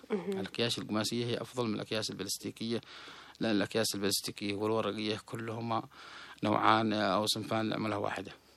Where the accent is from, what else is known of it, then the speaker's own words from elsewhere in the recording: Yemen; هو أكيد عندنا في اليمن كل شيء كل يروح للحرق